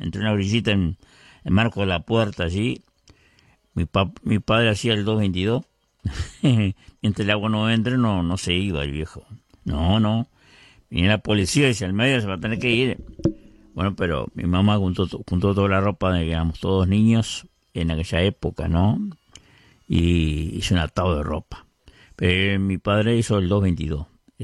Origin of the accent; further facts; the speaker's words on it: Vergara, Treinta y Tres, Uruguay; la gente de mi pueblo, la gente de Vergara.